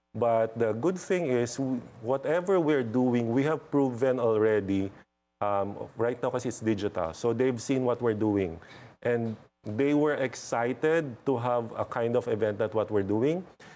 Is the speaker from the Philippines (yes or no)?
yes; Philippines; So every time you go to a certain country, especially with no Filipinos, you always say that we are from the Philippines.